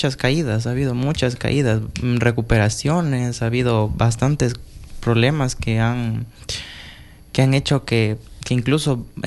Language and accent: Spanish; Ecuador; sentirme orgulloso también por lo que soy, por ser ecuatoriano